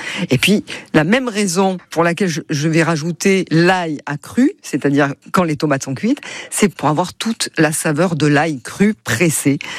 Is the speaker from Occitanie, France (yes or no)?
no; Provence-Alpes-Côte d'Azur, France